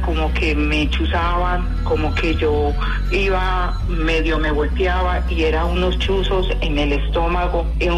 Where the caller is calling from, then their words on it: El Carmen de Viboral, Antioquia, Colombia; Yo soy del Carmen de Liborá.